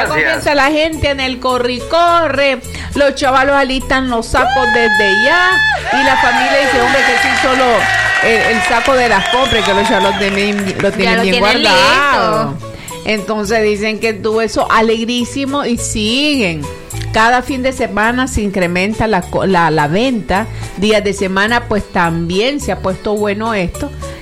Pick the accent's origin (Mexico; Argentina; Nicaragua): Nicaragua